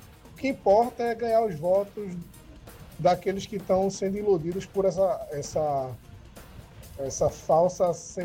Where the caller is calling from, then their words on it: Paulista, Pernambuco, Brazil; sou de Paulista.